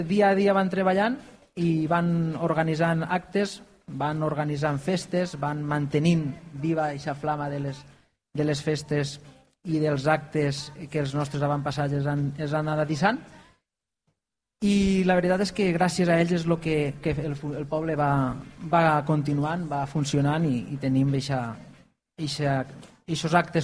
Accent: Figueroles, Valencian Community, Spain; que jo, per a mi, Figueroles pues, és naturalesa, és cultura, és patrimoni, és... Jo estic enamorat del meu poble.

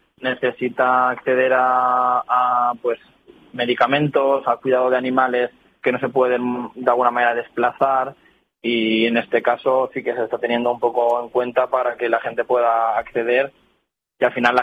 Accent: Artana, Valencian Community, Spain; now in Benicàssim, Spain; hablo de Artana porque al final pues es mi pueblo

